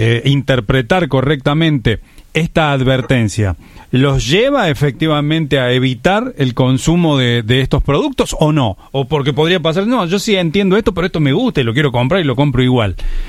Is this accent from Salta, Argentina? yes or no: no; Río Cuarto, Córdoba, Argentina; de Río Cuarto. Tuvimos que ir a Córdoba a retirar las entradas y pegarnos la vuelta a casa